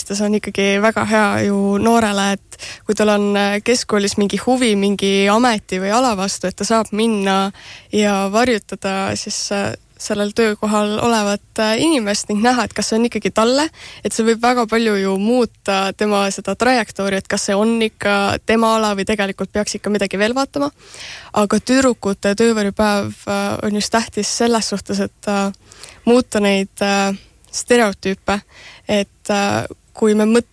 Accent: Põlva, Põlva County, Estonia; ma ise tegelikult olen ka Põlvast

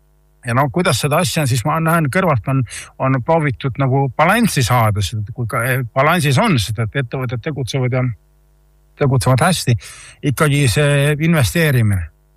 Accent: Naviküla, Võru County, Estonia; mina olen Naviküla inimene Võrumaalt. Ja Naviküla ja meie kant on väga suur selline köögivilja, kas on see kant.

